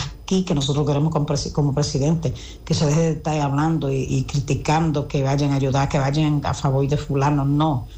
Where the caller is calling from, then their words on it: Dominican Republic; nosotros aquí como dominicanos